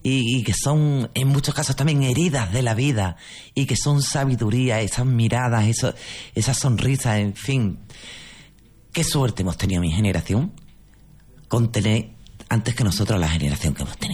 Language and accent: Spanish; Valverde del Camino, Andalusia, Spain; yo que soy del interior, de Valverde